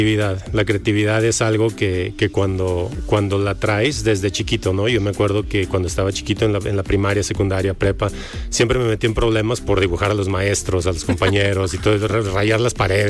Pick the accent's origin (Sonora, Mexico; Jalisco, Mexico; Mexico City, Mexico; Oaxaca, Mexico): Jalisco, Mexico; Guadalajara; moved away as an adult; now in San Diego, United States; Así es, nacido y crecido aquí en Guadalajara.